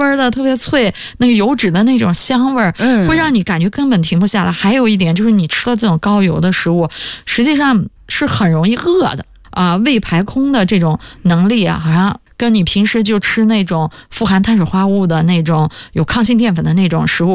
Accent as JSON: {"language": "Chinese", "country": "China", "said": "他们这种思维方式和我们中国人思维方式不一样"}